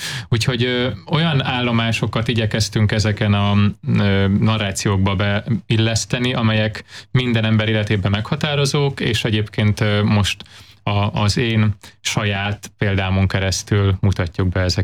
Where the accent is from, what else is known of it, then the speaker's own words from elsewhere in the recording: Zala, Hungary; moved away; én magam is ugye egy zalai kisfaluból származom